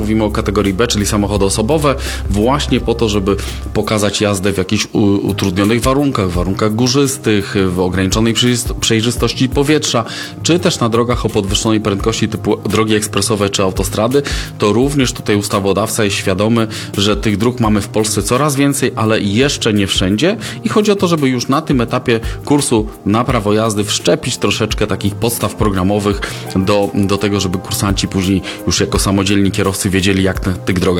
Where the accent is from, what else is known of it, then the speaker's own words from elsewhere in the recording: Lublin, Lublin Voivodeship, Poland; czyli my z Polski mamy z Lublina około 1500 km do Aten